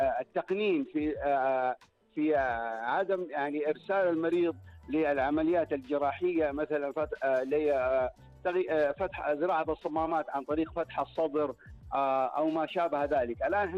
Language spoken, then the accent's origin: Arabic; Saudi Arabia; في بلدنا الحبيب المملكه العربيه السعوديه